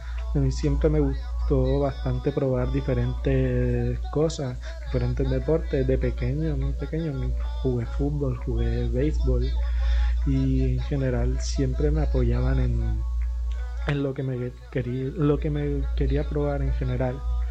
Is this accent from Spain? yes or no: no; Montería, Córdoba, Colombia; Yo nací y crecí aquí en Montería. La verdad, he vivido toda mi vida aquí. Tengo familia de pueblo, de San Pelayo, de Lorica en general, pero yo viví aquí toda mi vida